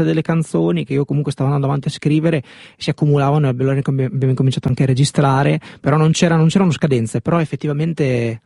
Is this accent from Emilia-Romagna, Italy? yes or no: yes; Cesena, Emilia-Romagna, Italy; E poi sono venuto direttamente da Milano, però vengo da Cesena.